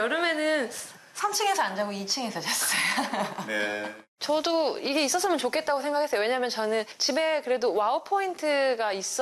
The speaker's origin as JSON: {"language": "Korean", "country": "South Korea", "tie": "born there", "also_born_or_lived": "Australia", "moved": "as an adult", "said": "한국 가서 뭐 친구들도 있고 부모님도 있고 뭐 우리가 태어난 나라인데"}